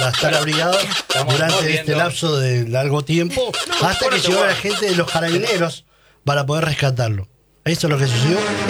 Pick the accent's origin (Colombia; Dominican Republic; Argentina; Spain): Argentina; Media Agua, San Juan; Yo de Mediagua.